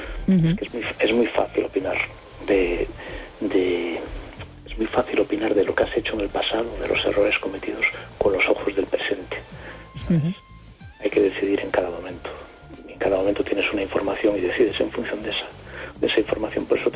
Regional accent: A Coruña, Galicia, Spain

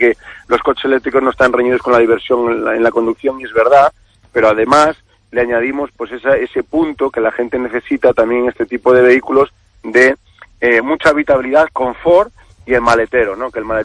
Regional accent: Galicia, Spain; Por supuesto. Yo como gallego...

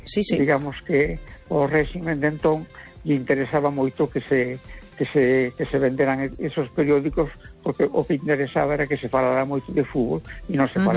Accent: Galicia, Spain; E como galego, pues sí, pues a mí me gusta o Deportivo, me gusta o Celta, ¿verdad?

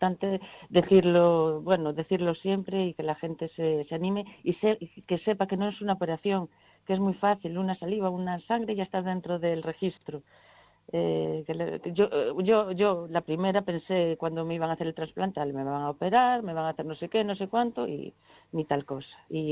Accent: Cortegada, Galicia, Spain; En Cortegada queremos hacer algo, en mi pueblo

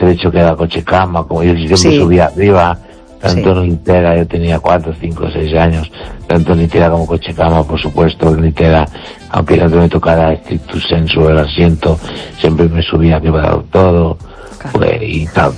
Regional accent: Galicia, Spain; Y mi pueblo está a unos 9 kilómetros o 8 de los Peares. En la base de la montaña.

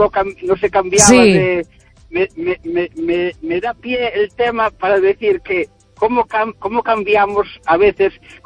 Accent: Vilarmaior, Galicia, Spain; born there; now in O Burgo, Spain; yo nací en Vilarmayor y me gusta mucho, y es más, si no voy en dos o tres días, que está, bueno, son 30 kilómetros, parece que no estoy bien

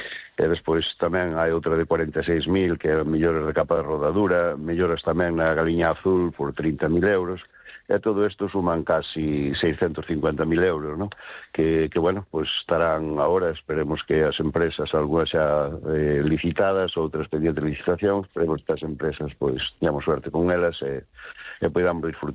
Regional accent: Carral, Galicia, Spain; que somos de Carral

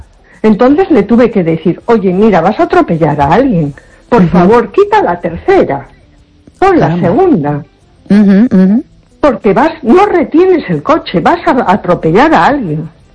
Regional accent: A Coruña, Galicia, Spain

